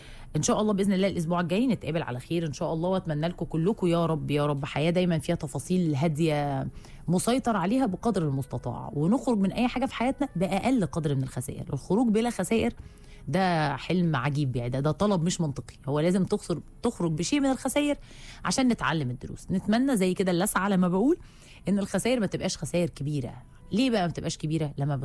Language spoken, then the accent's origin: Arabic; Egypt; على اعتبار ان احنا كمصريين وكعرب واعتقد الانسانيه اجمع